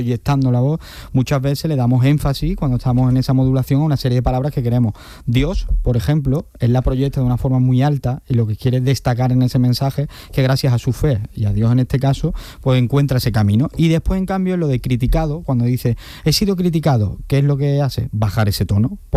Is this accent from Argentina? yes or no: no; Spain